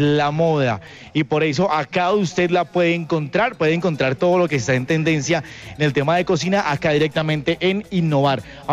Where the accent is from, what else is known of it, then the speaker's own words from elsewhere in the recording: Boyacá, Colombia; yo me siento orgulloso de ser boyacense